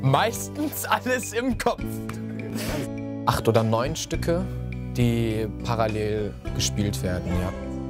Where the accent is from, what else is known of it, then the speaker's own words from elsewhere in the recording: Wiesbaden, Hesse, Germany; ich bin 20 Jahre alt, aufgewachsen in Wiesbaden-Nornstadt.